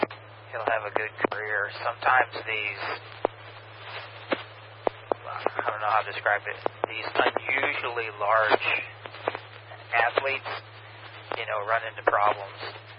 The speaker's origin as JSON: {"language": "English", "town": "St. Louis", "region": "Missouri", "country": "United States", "tie": "born or raised there", "said": "I grew up in St. Louis, a Cardinals fan"}